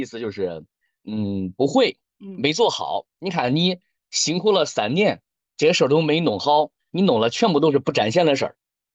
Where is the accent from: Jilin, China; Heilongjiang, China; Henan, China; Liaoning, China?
Henan, China; 说到我们河南这个方言啊